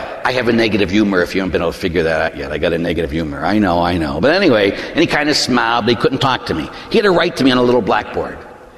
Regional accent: Pittsburgh, Pennsylvania, United States; born or raised there

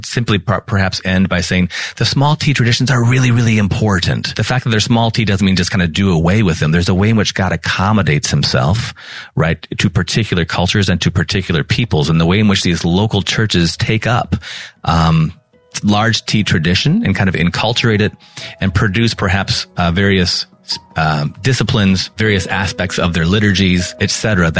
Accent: Minnesota, United States; I'm from Minnesota. There weren't a lot of Marian processions, at least where I grew up.

